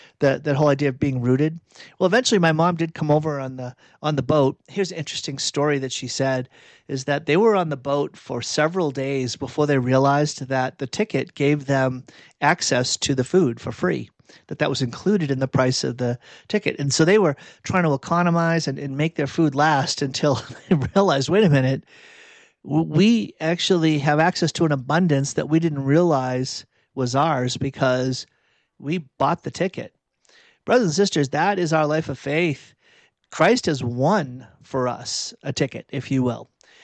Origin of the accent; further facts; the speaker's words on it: Burlington, Massachusetts, United States; Let me go back to my growing up in Burlington, Massachusetts stories and connect that to your life of faith and mine as well.